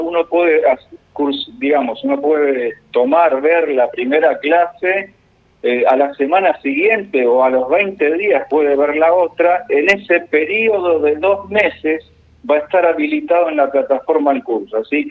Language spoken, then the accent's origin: Spanish; Argentina